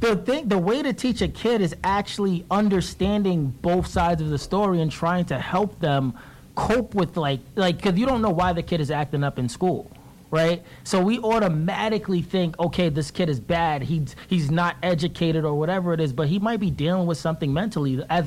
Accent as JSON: {"language": "English", "town": "New York City", "region": "New York", "country": "United States", "tie": "born or raised there", "said": "Like, depending, we grew up in New York City, so it's different."}